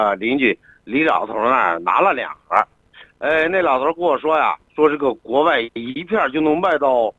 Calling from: Lanzhou, Gansu, China; 我是兰州的

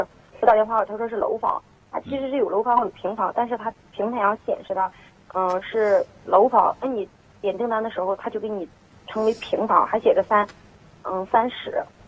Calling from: Inner Mongolia, China; 我是内蒙古。

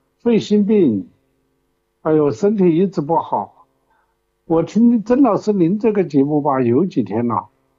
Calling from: Chongqing, China; 我是重庆的老病号了，今年73了

